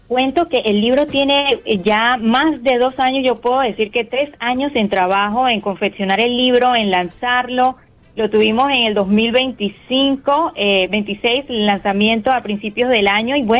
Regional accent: Panama; Sí, yo soy de Panamá. Ese es mi país natal.

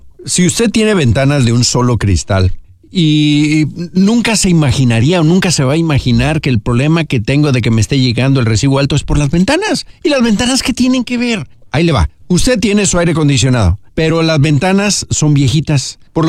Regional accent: Michoacán, Mexico; now in Fresno, United States; allá en mi tierra, en mi Michoacán hermoso

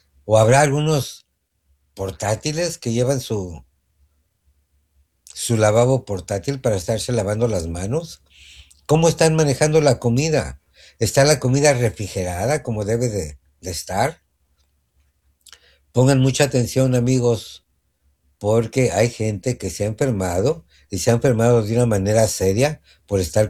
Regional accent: Mexico City, Mexico; Yo nací en el DF y nací en un barrio

